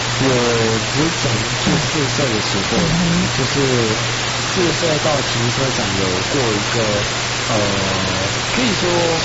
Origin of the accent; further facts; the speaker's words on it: Japan; Chinese is a second language; moved away as an adult; now in Taiwan; 因为我原本土生土长日本，所以在日本生活。